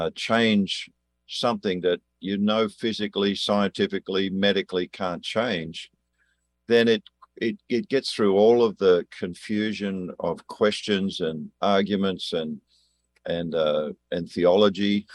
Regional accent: Australia; accent: Australian; moved away; as an Australian. If you're wondering what the accent is, I'm an Australian.

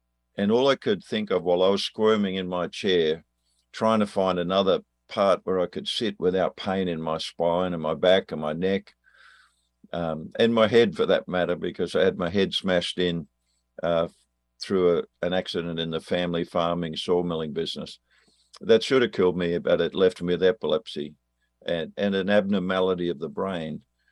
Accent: Australia; accent: Australian; moved away; as an Australian. If you're wondering what the accent is, I'm an Australian.

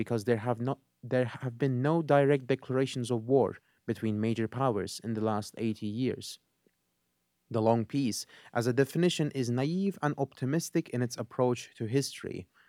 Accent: United States

